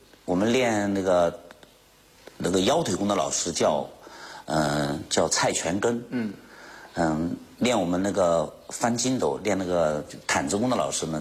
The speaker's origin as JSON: {"language": "Chinese", "region": "Jiangxi", "country": "China", "tie": "born or raised there", "said": "然后我呢从小在永庆长大，喝永兴的水，吃永兴的饭，对吧？对这里情有独钟，对吧？所以说我当时就写的申请，就是说我一定要回永兴"}